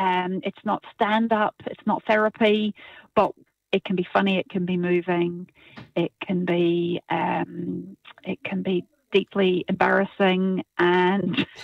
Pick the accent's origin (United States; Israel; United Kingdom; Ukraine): United Kingdom; Belfast, Northern Ireland; moved away; I'm actually from Belfast.